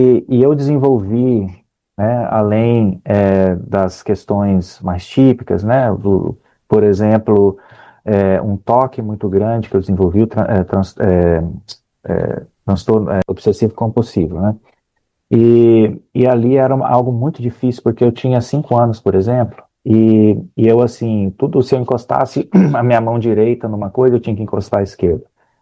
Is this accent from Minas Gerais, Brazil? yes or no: yes; Belo Horizonte, Minas Gerais, Brazil; moved away as an adult; now in Boston, United States; sou mineiro, né? Lá em Belo Horizonte.